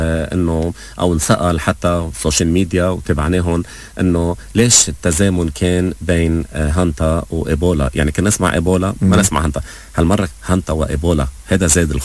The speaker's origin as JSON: {"language": "Arabic", "country": "Lebanon", "said": "نحن بهمنا كلبنانية نحصن أنفسنا"}